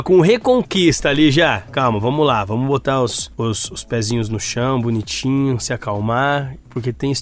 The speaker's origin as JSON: {"language": "Portuguese", "town": "Maranguape", "region": "Ceará", "country": "Brazil", "said": "Eu sou de Maranguape."}